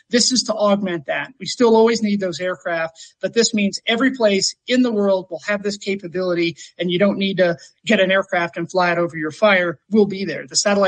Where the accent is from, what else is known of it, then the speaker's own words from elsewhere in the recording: Gulf Coast, United States; I grew up in the Gulf Coast. So I grew up with hurricanes